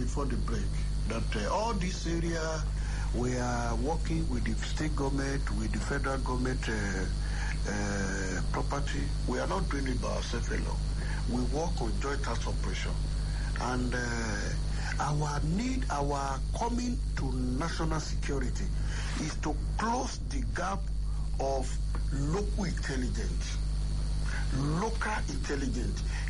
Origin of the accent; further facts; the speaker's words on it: Ogun, Nigeria; I'm from Ogun State.